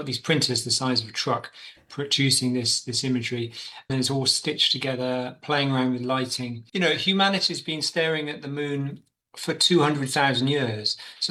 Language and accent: English; Bristol, South West England, United Kingdom; I'm an artist from Bristol, England.